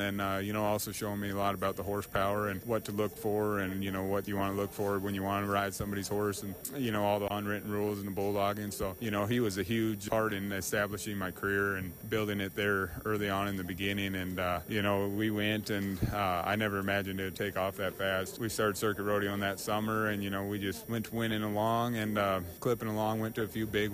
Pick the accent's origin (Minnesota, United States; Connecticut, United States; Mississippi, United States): Minnesota, United States; moved away as an adult; growing up in Minnesota